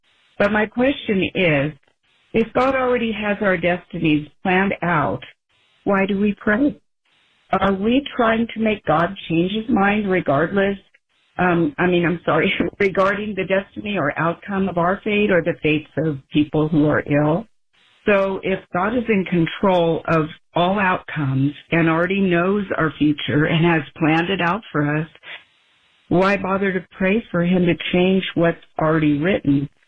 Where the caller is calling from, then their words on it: Crestline, California, United States; I'm from Crestline, California.